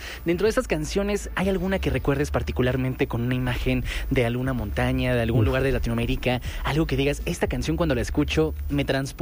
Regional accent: Mexico; Que a veces pensamos que ni siquiera tenemos acento los mexicanos, pero cuando te vas de viaje, luego te reconocen.

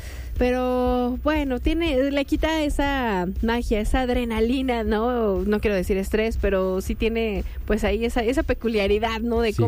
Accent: State of Mexico, Mexico; Como lo platicamos, quienes venimos del Estado de México, sí se convierte en como si de pronto tomáramos un autobús hacia Hidalgo

